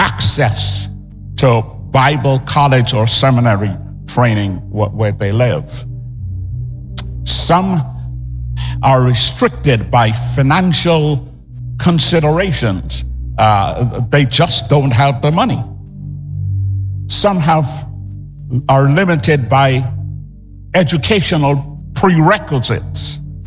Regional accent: Guyana; now in Florida, United States; I bring you greetings from my home country of Guyana

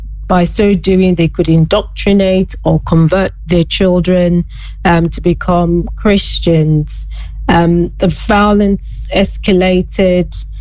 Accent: Western Nigeria, Nigeria; I grew up in the western part of the country, which was relatively peaceful and safe. So where you've seen a lot of the persecution in Nigeria is in the northern part

